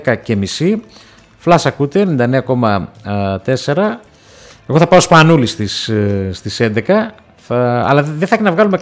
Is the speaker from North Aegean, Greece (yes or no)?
no; Thessaloniki, Central Macedonia, Greece; born there; Γεννήθηκα στη Θεσσαλονίκη.